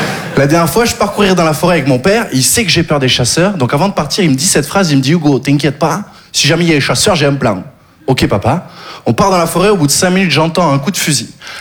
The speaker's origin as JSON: {"language": "French", "region": "Occitanie", "country": "France", "tie": "born or raised there", "said": "Je viens du Sud, j'ai grandi dans le Gard."}